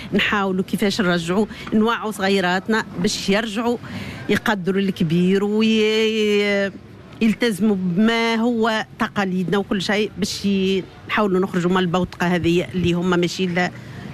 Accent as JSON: {"language": "Arabic", "town": "El Guettar", "region": "Gafsa Governorate", "country": "Tunisia", "tie": "born there", "also_born_or_lived": "Tunis", "moved": "as an adult", "said": "عشت طفولتي في القطار، أنا من اللي أنا صغيرة ولدت في قفصة لمحالة، وما توفى بابا من في قفصة أنا عمري في 9 سنين، رجعنا للقطار وكبرت في القطار"}